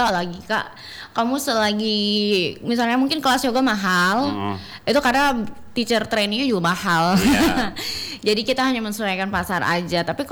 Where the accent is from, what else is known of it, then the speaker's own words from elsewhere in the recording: Tarakan, North Kalimantan, Indonesia; moved away; also born or lived in Makassar; aku baru balik lagi sebenarnya ke Tarakan. Aku orang Tarakan tapi lama tinggal di Makassar, baru balik lagi setelah aku selesai teacher training itu.